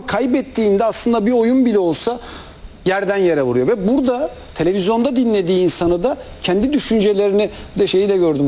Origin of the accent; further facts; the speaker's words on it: Gaziosmanpaşa, Istanbul, Turkey; İşte ben Gazi Osman Paşa, doğma büyüme oralıyım.